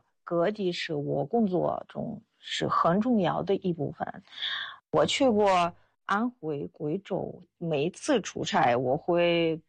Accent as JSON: {"language": "Chinese", "country": "Russia", "lives_now": "China", "said": "我是俄罗斯人，我在中国生活了25年，现在在党史研究院做翻译工作。"}